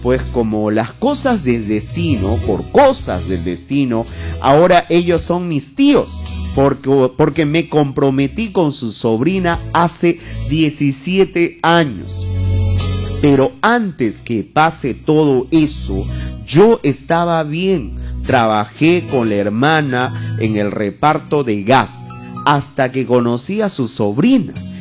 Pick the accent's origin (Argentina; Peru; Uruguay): Peru; Iquitos, Loreto; now in Lima, Peru; soy de Iquitos. Vine a la capital hace 17 años en busca de un buen futuro, donde llegué a vivir en la casa de mi tío que vive por Ventanilla